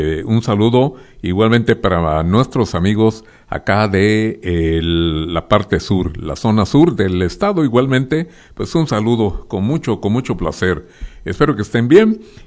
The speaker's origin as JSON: {"language": "Spanish", "country": "Mexico"}